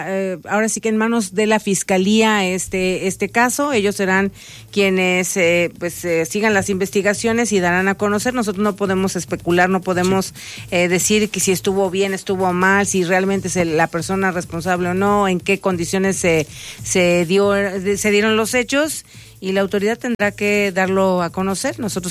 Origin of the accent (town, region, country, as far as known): Morelos, Mexico